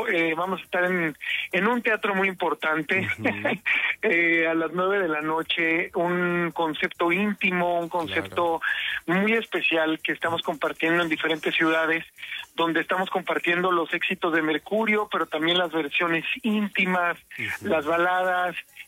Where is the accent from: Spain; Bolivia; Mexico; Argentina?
Mexico; como mexicanos estamos muy felices y seguimos festejando.